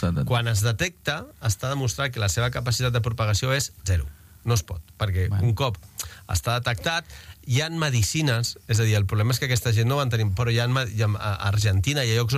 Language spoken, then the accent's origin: Catalan; Catalonia, Spain; perquè a Catalunya és el mateix. Vull dir que estem com que 5 som catalans